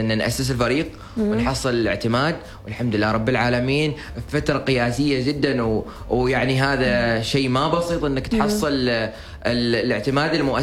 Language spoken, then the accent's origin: Arabic; Oman; وإحنا كفريق طالع من سلطنة عمان أو من الخليج أو من الوطن العربي ويمثل الإسلام قبل كل شيء